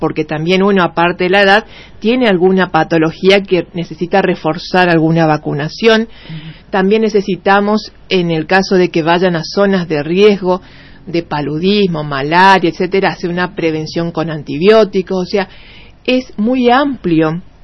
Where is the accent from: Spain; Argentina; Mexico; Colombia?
Argentina; nosotros como argentinos